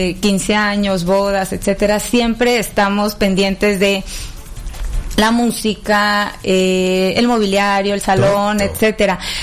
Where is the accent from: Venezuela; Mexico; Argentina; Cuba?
Mexico; Morelos